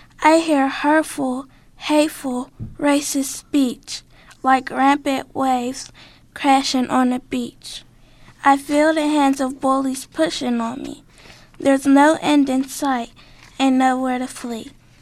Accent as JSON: {"language": "English", "town": "Pittsburgh", "region": "Pennsylvania", "country": "United States", "said": "I'm I'm from the South Side, but currently I live in Wilkinsburg."}